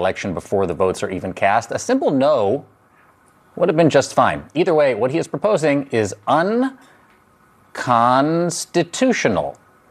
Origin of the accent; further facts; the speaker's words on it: Los Angeles, California, United States; broadcasting Connect from my hometown of Los Angeles.